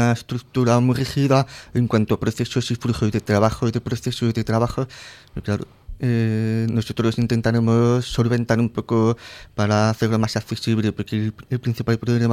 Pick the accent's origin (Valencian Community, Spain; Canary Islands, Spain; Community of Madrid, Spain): Community of Madrid, Spain; Madrid; born there; Sí, Madrid riojano, sí, porque soy cuerpo madrileño, porque los papeles dicen que yo he nacido en Madrid, pero yo tengo toda mi sangre de familia de La Rioja, tanto en Santurce como en Santo Domingo y Logroño, entonces, claro, me siento más riojano que madrileño.